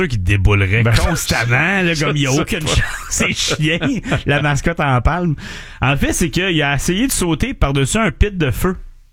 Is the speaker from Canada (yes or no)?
yes; Dorval, Quebec, Canada; accent: West Island; Moi, je viens de Dorval. L'accent du West Island est très, très prononcé.